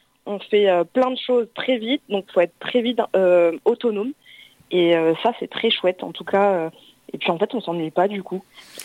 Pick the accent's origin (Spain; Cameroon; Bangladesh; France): France; Occitanie; moved away as an adult; je venais de l'Hérault, bon, pas loin, hein, à 2 heures d'ici.